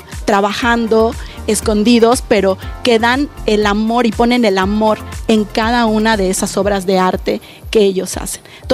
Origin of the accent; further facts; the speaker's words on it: Oaxaca, Mexico; siendo oaxaqueña